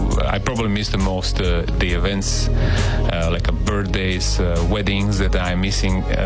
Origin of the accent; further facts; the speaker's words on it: Montenegro; moved away as an adult; now in Belgium; speaking about Montenegro, I miss my hometown, the place where I was born.